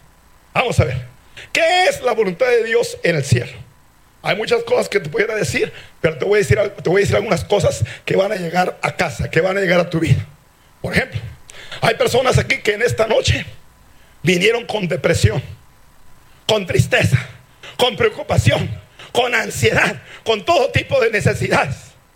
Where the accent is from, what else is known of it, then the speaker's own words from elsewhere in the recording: United States; moved away; yo fui criado en Estados Unidos.